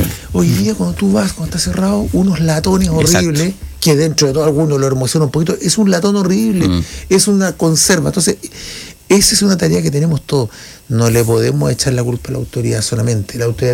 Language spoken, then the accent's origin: Spanish; La Serena, Coquimbo, Chile; yo me acuerdo cuando era chico en La Serena